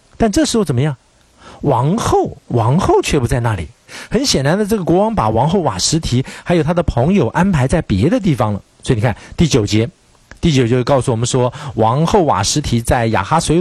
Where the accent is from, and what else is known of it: China